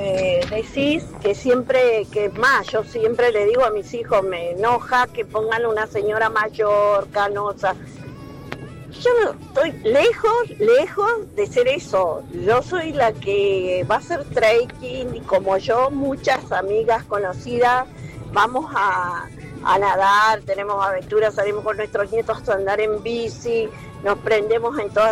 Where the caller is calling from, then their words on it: Neuquén, Argentina; Estoy trabajando, soy Uber, vengo de Neuquén, estoy pasando por Centenario